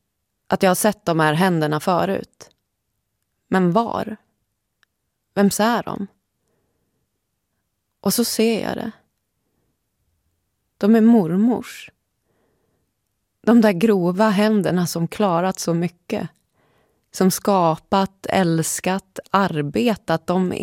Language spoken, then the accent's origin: Swedish; Gävle, Gävleborg County, Sweden; Jag har ingen fast punkt och jag har haft så lite tid till att underhålla mina relationer hemma i Gävle. Efter flera år på vift känner jag mig mer som en främling eller en gäst på den plats jag borde kalla hem.